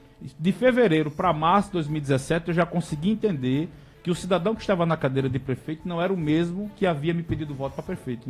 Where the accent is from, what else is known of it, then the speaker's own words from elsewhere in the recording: Santa Rita, Paraíba, Brazil; born there; Nasci em Santa Rita, na Flávio ou no Ceslau, pelas mãos de Dorivaldo, de Oildo, de Misael Stack.